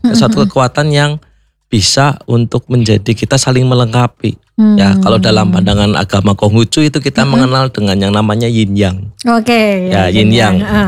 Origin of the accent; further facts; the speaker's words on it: Purwokerto, Central Java, Indonesia; Saya asli Purwokerto, lahiran Purwokerto, terus untuk saat ini saya dari Klenteng Hotik Bio Purwokerto.